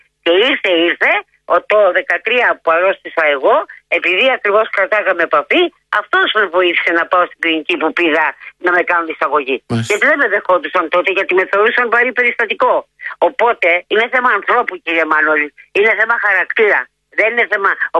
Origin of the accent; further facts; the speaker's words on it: Chalcis, Central Greece, Greece; Γιατί είμαι από τη Χαλκίδα και δεν τη γυρίζω πίσω.